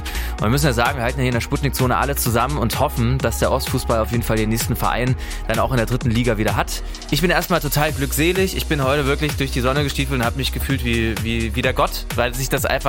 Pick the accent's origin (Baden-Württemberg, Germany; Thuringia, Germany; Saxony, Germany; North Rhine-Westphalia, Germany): Saxony, Germany; Hoyerswerda; Ich bin ja Energie Cottbus-Fan, ich komme aus der Lausitz, aus Hoyerswerda